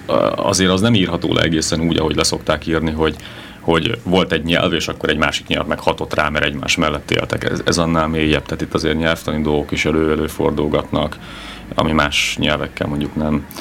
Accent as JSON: {"language": "Hungarian", "country": "Hungary", "said": "Törökországban pedig kedvükre ölelnek az emberek csak azért, mert magyar vagyok."}